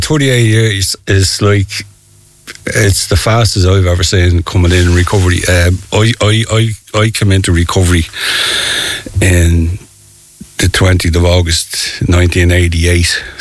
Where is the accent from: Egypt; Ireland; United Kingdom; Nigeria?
Ireland; Dún Laoghaire, Leinster; I'm from Monkstown Farm in Dunleary.